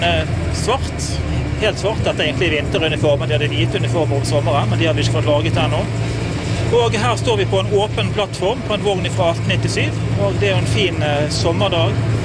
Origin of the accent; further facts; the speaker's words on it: Bergen, Vestland, Norway